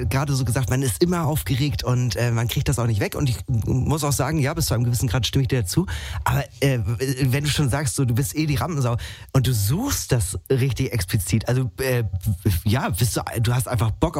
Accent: Northern Germany, Germany; Ich muss auch sagen, als Norddeutscher ist mir ja Karneval allgemein sehr, sehr fremd.

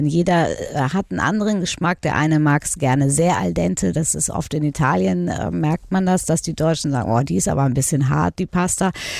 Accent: Hamburg, Germany; Vielleicht ist das auch natürlich meine Heimat Hamburg. Wir sind am Wasser.

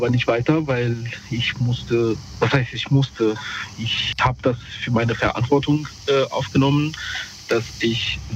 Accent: Romania; Also ich komme aus Rumänien ursprünglich.

